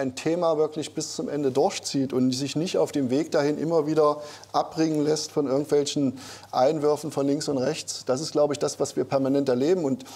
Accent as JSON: {"language": "German", "region": "Saxony-Anhalt", "country": "Germany", "tie": "born or raised there", "said": "Ich spreche jeden Tag mit den Menschen in Sachsen-Anhalt, in meiner Heimat, und erlebe ich das ja auch."}